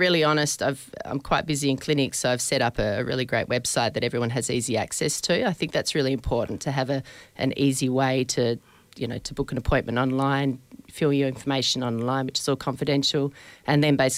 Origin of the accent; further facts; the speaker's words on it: Australia; moved away as an adult; also born or lived in Amsterdam; now in Margaret River, Australia; So, I moved back to Australia. I was raised in Australia and spent some years in Europe. But yeah, been here 19 years